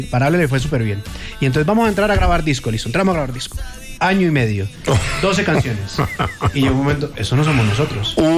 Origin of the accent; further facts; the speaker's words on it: Bucaramanga, Santander, Colombia; now in Bogotá, Colombia; Bucaramanga, y cuando llegamos de Bucaramanga a Bogotá, que llegamos aquí en el 2007, en 2008 empezó, no pasa nada. Ahí llegamos a vivir todos a una sola casa